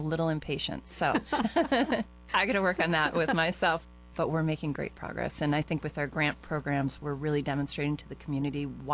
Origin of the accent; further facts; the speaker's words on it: Wilbraham, Massachusetts, United States; I grew up in Wilbraham, Massachusetts, which you might know to be the home of Friendly's Ice Cream.